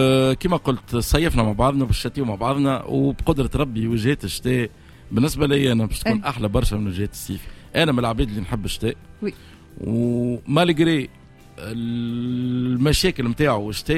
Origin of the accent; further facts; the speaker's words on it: Tunisia; احنا في تونس